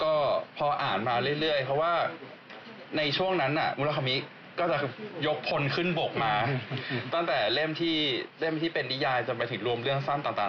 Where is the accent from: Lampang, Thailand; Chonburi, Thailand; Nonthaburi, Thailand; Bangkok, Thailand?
Bangkok, Thailand; now in Japan; แต่ผมรู้สึกว่าตอนอยู่ไทยผมอยู่กรุงเทพเนาะผมเป็นคนกรุงเทพแล้วผมรู้สึกว่ากรุงเทพเป็นเมืองที่ไม่ค่อยอนุญาตให้เรามีความสุขเท่าไหร่